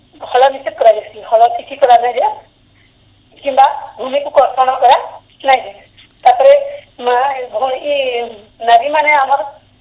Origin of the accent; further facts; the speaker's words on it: Kumbhari, Odisha, India; ସେଥିଲାଗି ଆମର ଗାଁରେ ଆମର କୁମ୍ଭାରୀରେ ସବୁ ମନ୍ଦିରରେ ଯେହେତୁ ପୂଜାପାଠ ମାନେ ହଉଛେ ପୁରା ଭୋରୁ ଯାଉ ଯାଉଛନ୍ତି ସେମାନେ ଆଉ ପୂଜାପାଠ ବହୁତ ସୁନ୍ଦର କରି କରୁଛନ୍।